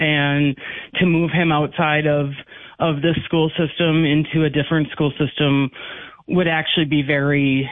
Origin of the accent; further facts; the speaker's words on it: North Dakota, United States; also born or lived in Minnesota; now in East Grand Forks, United States; But anyway, growing up in North Dakota is a wonderful, wonderful state.